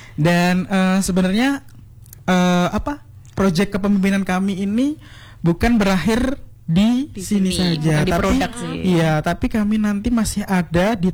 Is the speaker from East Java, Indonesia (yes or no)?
yes; Ngawi, East Java, Indonesia; moved away as an adult; now in Malang, Indonesia; saya sedikit berbeda di Malang dengan saya kan asalnya dari Ngawi